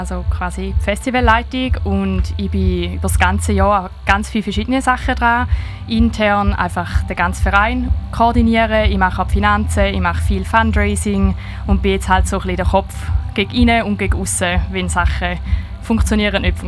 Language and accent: German; St. Gallen, Switzerland; moved away; ich bin ursprünglich aus St. Gallen, also auch Sur-le-Lac.